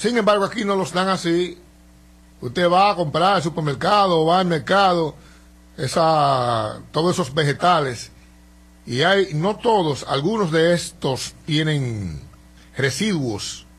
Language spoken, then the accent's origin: Spanish; Dominican Republic